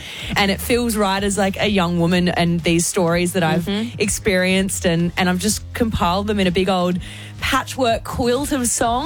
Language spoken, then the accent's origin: English; Brisbane, Queensland, Australia; I grew up in Brizzy, so we were in the pool all the time